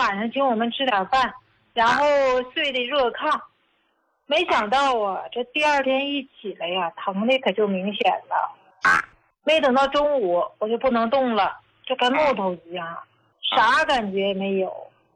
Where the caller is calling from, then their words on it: Heilongjiang, China; 我是黑龙江的。我今年66岁